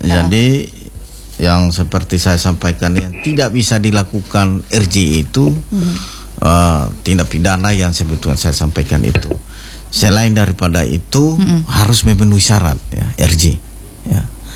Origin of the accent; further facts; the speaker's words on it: East Nusa Tenggara, Indonesia; kita orang NTT ini harga diri nomor satu, Pak.